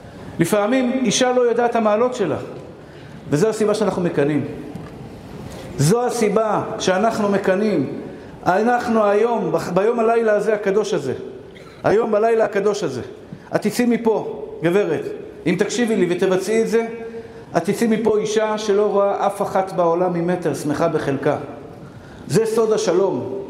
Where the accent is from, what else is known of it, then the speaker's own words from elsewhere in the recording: Bnei Brak, Tel Aviv District, Israel; אני דוס מבני ברק, אתם רואים זקן לבן, כיפה שחורה, בני ברקי